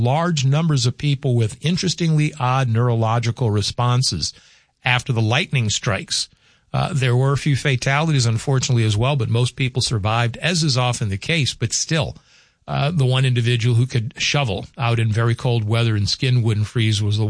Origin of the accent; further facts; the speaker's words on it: the South, United States; Heat lightning in my vernacular, growing up in the South, was the diffused lightning in the clouds